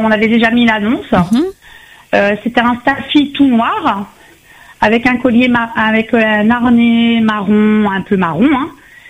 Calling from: Saint-Denis, Réunion; moi, je suis sur Sainte-Clotilde.

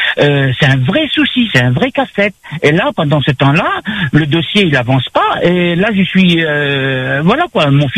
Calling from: Saint-Benoît, Réunion; moi, j'habite sur Saint-Benoît.

